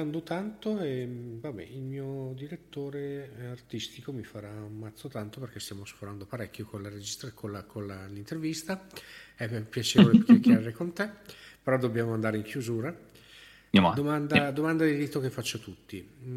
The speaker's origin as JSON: {"language": "Italian", "town": "Bergamo", "region": "Lombardy", "country": "Italy", "said": "fai conto che noi siamo da radio di Bergamo, io sono di Bergamo"}